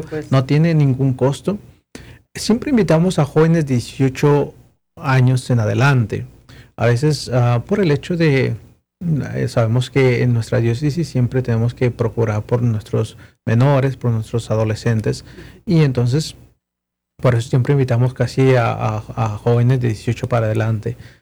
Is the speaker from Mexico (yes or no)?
yes; Mexico; now in United States; Yo, que soy el único mexicano que entré aquí, y por supuesto americano.